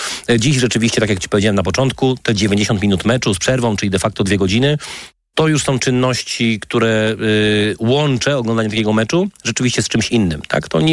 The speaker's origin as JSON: {"language": "Polish", "town": "Wrocław", "region": "Lower Silesian Voivodeship", "country": "Poland", "tie": "born or raised there", "said": "We Wrocławiu z racji urodzenia na początku lat 80. wychowywałem się"}